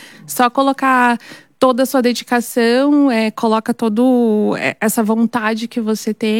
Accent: Mauá, São Paulo, Brazil; Eu sou de Mauá.

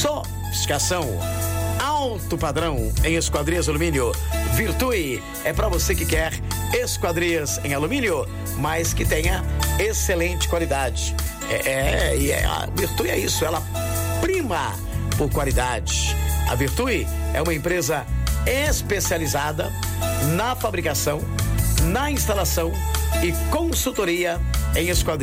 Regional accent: Descalvado, São Paulo, Brazil; Descalvado, minha terra querida, amada e inesquecível, Farmácia São Paulo.

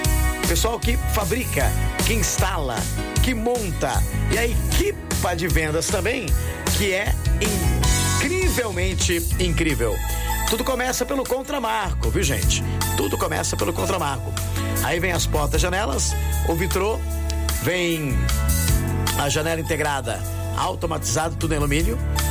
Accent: Descalvado, São Paulo, Brazil; Descalvado, minha terra querida, amada, inesquecível

